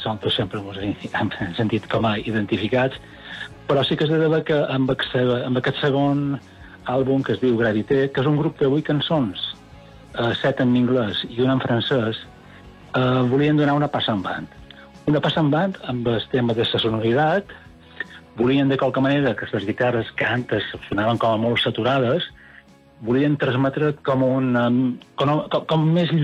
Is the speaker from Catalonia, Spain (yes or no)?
no; Menorca, Balearic Islands, Spain; estem aquí fincats a Menorca, som menorquins